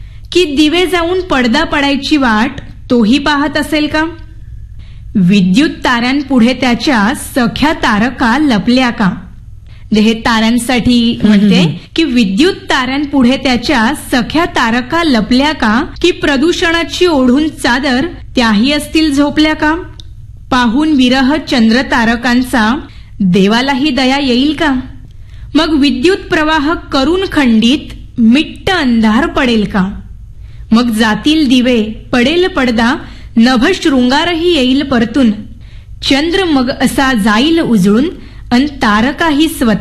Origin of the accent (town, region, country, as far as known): Devgad, Maharashtra, India; now in Mumbai, India